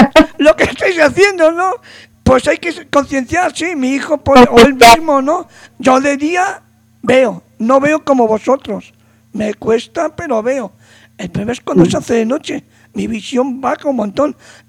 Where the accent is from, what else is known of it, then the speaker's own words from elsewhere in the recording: Salvatierra, Basque Country, Spain; en Vitoria o en el pueblo que yo, donde yo me crié, en Salvatierra, ¿no? Que es el norte de España